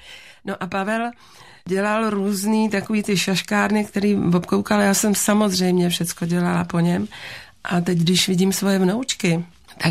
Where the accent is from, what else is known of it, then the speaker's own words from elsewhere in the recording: Žirovnice, Vysočina Region, Czechia; jsem si odvážela z rodného domu, když už jsem se stěhovala ze Žirovnice, takovou velkou krabici různých knoflíků